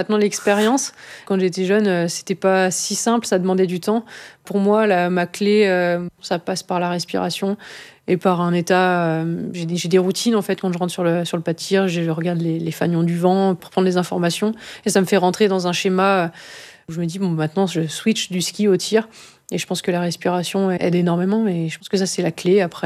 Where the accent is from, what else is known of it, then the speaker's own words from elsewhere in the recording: Les Saisies, Auvergne-Rhône-Alpes, France; je viens d'une station des Saisies qui est une station alpine